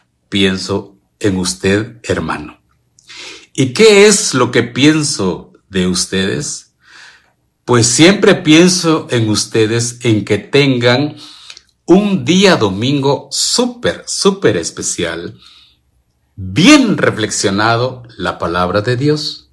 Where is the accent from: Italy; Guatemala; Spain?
Guatemala; de la parroquia de Santiago Zacatepeques de Guatemala. Soy de Guatemala.